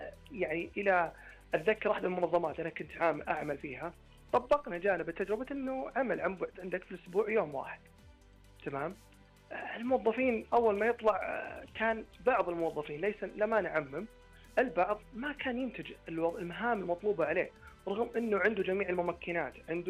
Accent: Saudi Arabia

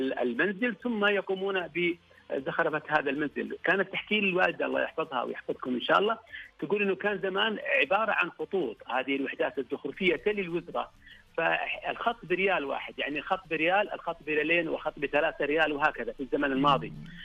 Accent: Asir, Saudi Arabia; عندنا في عسير

